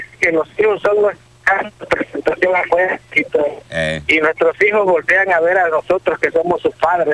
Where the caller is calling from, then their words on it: Veracruz, Mexico; Yo soy de Veracruz